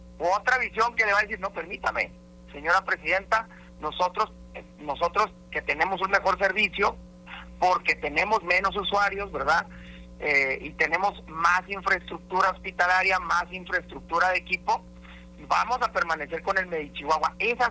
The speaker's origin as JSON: {"language": "Spanish", "country": "Mexico"}